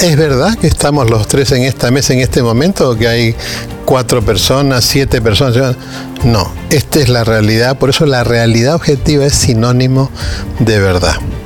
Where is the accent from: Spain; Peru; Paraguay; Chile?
Peru; Mi gran consejo fraterno como peruano